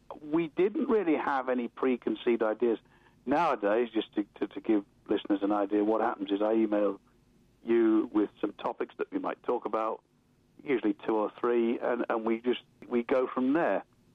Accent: England, United Kingdom; You know, I'm from England. It's a national game. I'd like to talk about it.

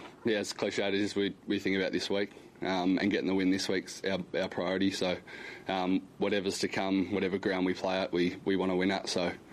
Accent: Busselton, Western Australia, Australia; I have a lot of family that are down, who are playing in Bunbury, but I'm from Busselton

